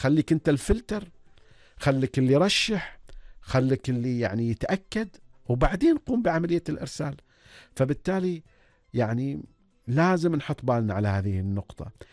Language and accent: Arabic; Oman; بلدنا سلطنة عمان